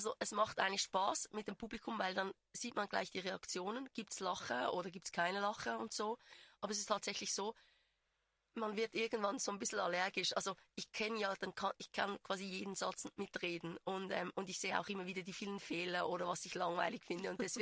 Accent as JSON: {"language": "German", "town": "Einsiedeln", "region": "Schwyz", "country": "Switzerland", "said": "Ich habe tatsächlich Skispringen nie geguckt, aber ich komme aus Einsiedeln und mein Bruder ist mit Andreas Küttel zur Schule gegangen."}